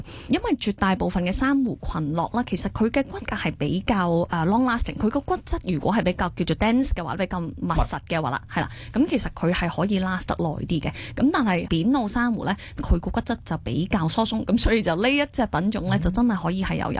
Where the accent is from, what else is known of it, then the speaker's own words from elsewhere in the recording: Hong Kong; 喺香港土生土长